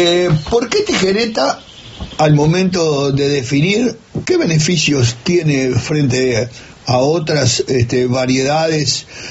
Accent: Uruguay

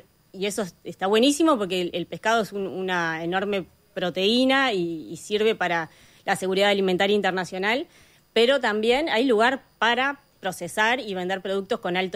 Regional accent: Paysandú, Uruguay; moved away as an adult; now in Montevideo, Uruguay; yo soy de Paysandú.

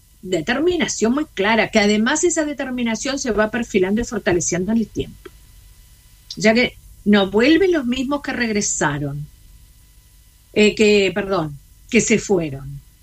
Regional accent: Uruguay; Uruguay es un país del que vengo yo. Yo soy uruguaya.

